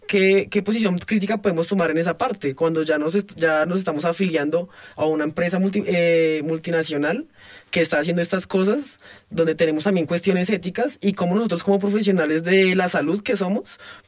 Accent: Colombia; las leyes que nos rigen como colombianos y como profesionales en salud.

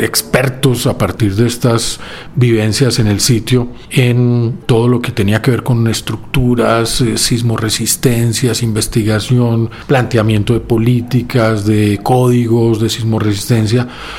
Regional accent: Manizales, Caldas, Colombia; yo soy de Manizales, y ya pues en mi juventud me había tocado el terremoto del 79, que fue muy complejo en Manizales.

